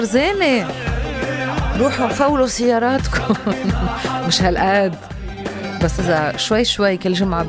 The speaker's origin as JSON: {"language": "Arabic", "country": "Lebanon", "said": "كلبنانية قديش نحن عن جد شعب عنيد."}